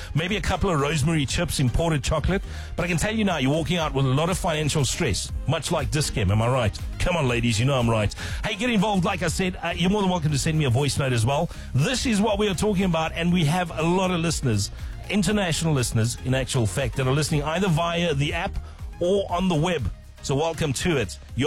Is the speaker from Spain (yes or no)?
no; South Africa; I love being South African.